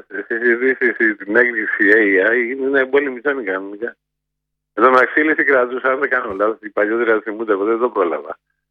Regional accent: Nikaia, Attica, Greece; born there; Εγώ γεννήθηκα στην Κογκινιά από εργάτε.

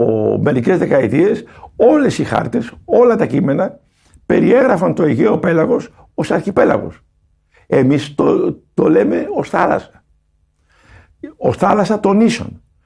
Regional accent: Iraklia, South Aegean, Greece; Δηλαδή στο νησί μου, στην Ηρακλιά

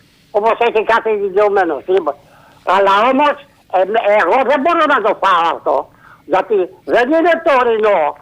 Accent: France; είμαι από το Γαλλία.

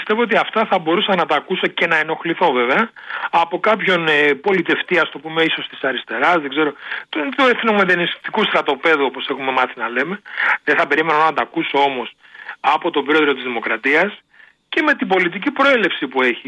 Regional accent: Ioannina, Epirus, Greece; γιατί έχω και πατρίδα, είμαι η πατρίδα μου από τα Γιάννενα, είμαι από την Αετόπετρα Ιωαννίνων

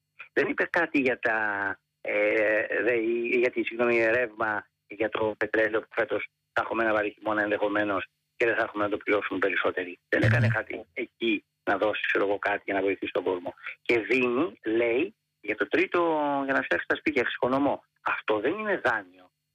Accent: Greece; Είμαστε Ελληναράδες. Ελληναράδες.

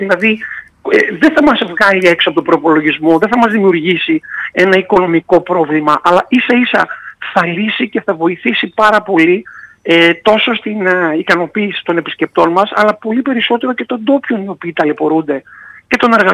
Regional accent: Istanbul, Turkey; Έχω γεννηθεί Κωνσταντινούπολη, είμαι από εκεί, οπότε είναι η πατρίδα μου

